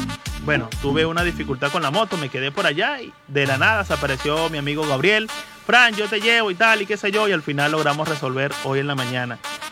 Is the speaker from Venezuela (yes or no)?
yes; Venezuela